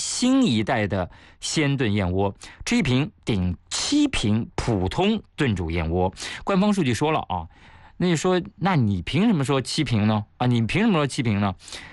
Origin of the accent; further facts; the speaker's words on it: Shanxi, China; 我就开始每周给大家送我老家山西的老陈醋